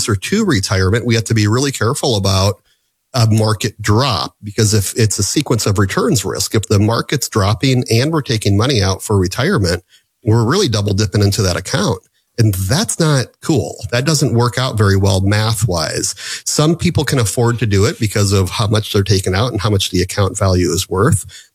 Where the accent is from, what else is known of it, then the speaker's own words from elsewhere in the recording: Omaha, Nebraska, United States; We're Midwestern. I was born and raised right here in Omaha.